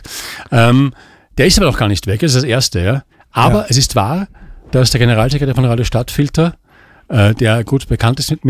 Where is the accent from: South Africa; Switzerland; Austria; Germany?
Austria; Aber ich hasse es dort speziell, weil es halt dort ist, wo ich herkomme und so, ja.